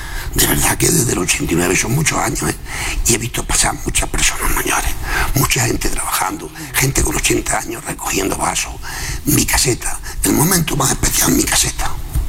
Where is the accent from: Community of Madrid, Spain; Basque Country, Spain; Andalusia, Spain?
Andalusia, Spain; Alcaudete; Me ha hecho recordar a mi pueblo desde niño hasta ahora